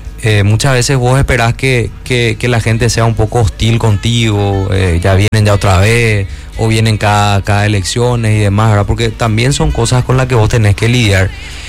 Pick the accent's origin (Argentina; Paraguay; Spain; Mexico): Paraguay; born there; Yo recuerdo que cuando era chico en la Plaza Mariscal López era todo pasto